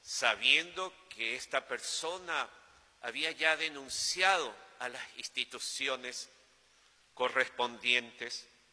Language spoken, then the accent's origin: Spanish; Paraguay; nuestra identidad como paraguayos